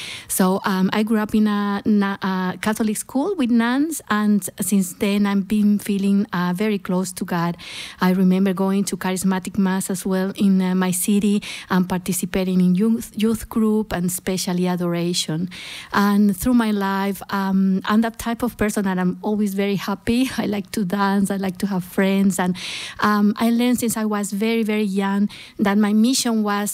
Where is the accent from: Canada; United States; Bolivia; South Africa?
Bolivia; Santa Cruz de la Sierra, Santa Cruz; now in Australia